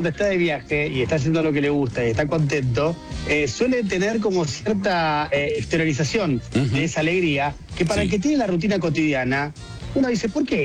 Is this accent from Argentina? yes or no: yes; Buenos Aires, Argentina; Llevo muy conmigo dos características que son la argentinidad y la porteñidad.